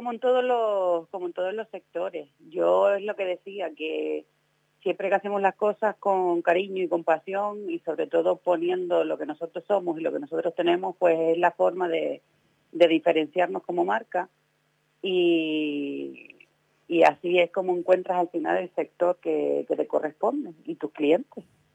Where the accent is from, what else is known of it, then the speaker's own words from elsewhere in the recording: Arucas, Canary Islands, Spain; Vale, yo soy del municipio de Aruca. Uh-huh. Estoy cerquita de Terol.